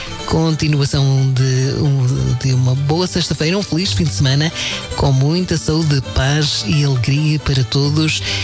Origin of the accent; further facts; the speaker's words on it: São Jorge Island, Azores, Portugal; now in California, United States; toda a minha família e amizades nos Açores, em especial na minha terra, Ilha de São Jorge.